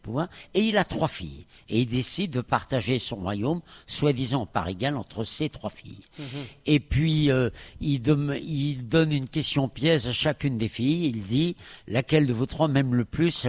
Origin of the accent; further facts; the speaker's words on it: Paris, Île-de-France, France; De Paris. Moi, je suis parisien au départ.